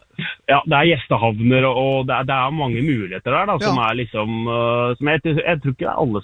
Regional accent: Røyken, Akershus, Norway; jeg er egentlig fra Røyken

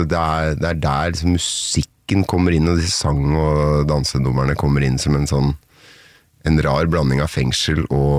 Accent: Nittedal, Akershus, Norway; Jeg vokste opp I Nittedal.

